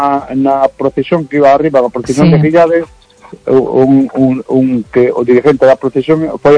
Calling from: As Neves, Galicia, Spain; Sí, las Neves, somos todos, casi, de las Neves.

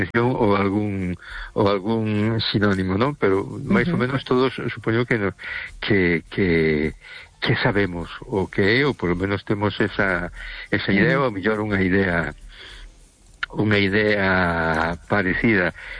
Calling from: A Coruña, Galicia, Spain; de Coruña.

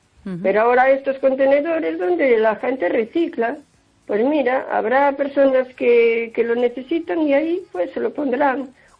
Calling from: O Carballiño, Galicia, Spain; de Carballiño.

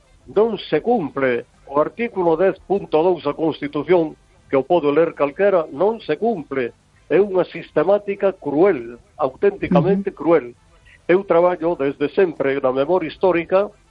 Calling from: Vigo, Galicia, Spain; Sí, vamos a ver

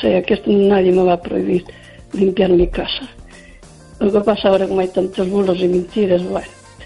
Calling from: Lugo, Galicia, Spain

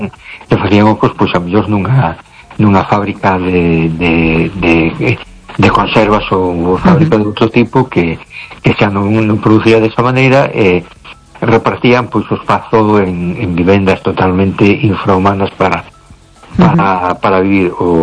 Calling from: A Coruña, Galicia, Spain; Buenas noches. … de Coruña. ¿Qué tal estamos?

